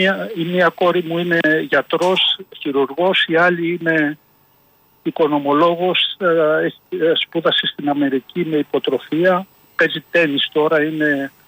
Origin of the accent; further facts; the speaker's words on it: Mantoudi, Central Greece, Greece; γεννήθηκα στο Μαντούδι, Εύβοια.